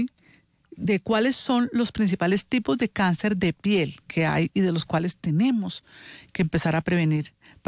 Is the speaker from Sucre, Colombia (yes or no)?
yes; Sincelejo, Sucre, Colombia; yo veo mucho en la costa caribe, yo soy de Sincelejo incluso